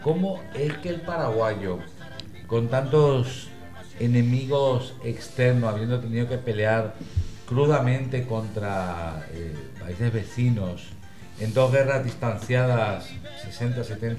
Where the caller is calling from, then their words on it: Spain; me imagino que se habrá dado cuenta por mi forma de hablar, que soy español.